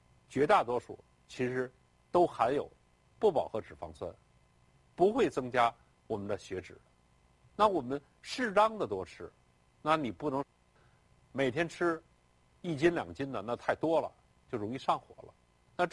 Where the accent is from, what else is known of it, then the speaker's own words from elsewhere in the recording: Beijing, China; 我小时候在北京